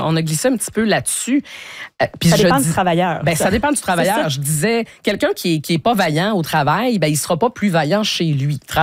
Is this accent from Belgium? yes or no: no; Canada; chez nous au Canada